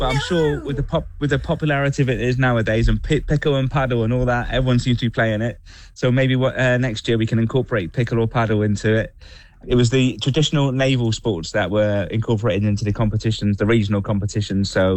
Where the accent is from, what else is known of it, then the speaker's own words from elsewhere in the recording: Plymouth, South West England, United Kingdom; I'm from Plymouth, based in Plymouth, and I've always had allegiance to Plymouth